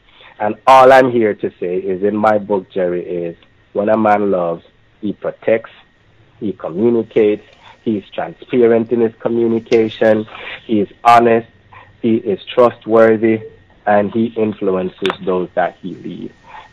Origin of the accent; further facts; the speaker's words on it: Jamaica; Now, born and raised in Jamaica, what do you think I'm going to do, Gerald, if a guy starts to dance with you?